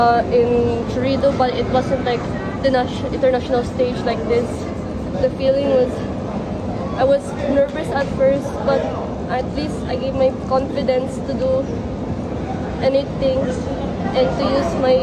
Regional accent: General Santos, Soccsksargen, Philippines; And I'm from General Santos City, Mindanao.

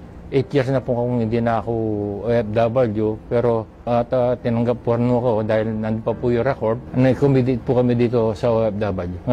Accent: Bacolor, Central Luzon, Philippines; also born or lived in Libya / Qatar; Tubong Bacolor.

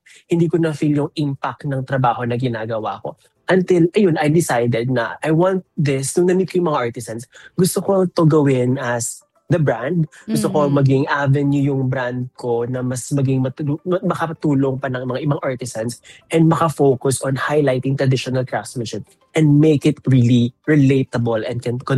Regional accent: Davao City, Davao Region, Philippines; So I'm born and raised in Davao City, but I never got the chance to explore our culture.

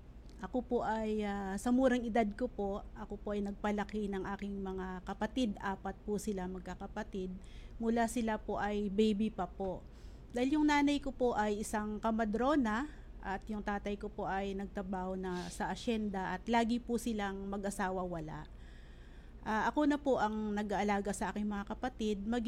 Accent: Western Visayas, Philippines; moved away; Sa Negros po ako lumaki.

